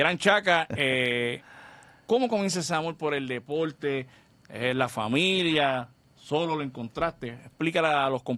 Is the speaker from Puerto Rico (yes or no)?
yes; San Juan, Puerto Rico; donde yo nací, me crié. Residencial Luis Llorén Torres